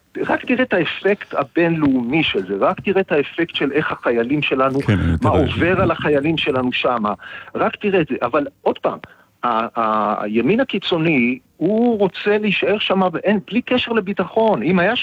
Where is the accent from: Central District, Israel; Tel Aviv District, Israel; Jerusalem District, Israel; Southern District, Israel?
Jerusalem District, Israel; Jerusalem; כשאני גדלתי בירושלים והייתי הולך לרקוד בשמחת תורה במאה שערים, זה היה העבר שלי, המסורת, הפולקלור